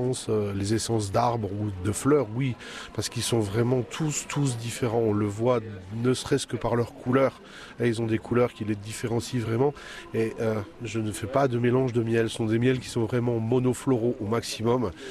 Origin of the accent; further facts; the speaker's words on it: Bourgogne-Franche-Comté, France; Autant chez nous, en Franche-Comté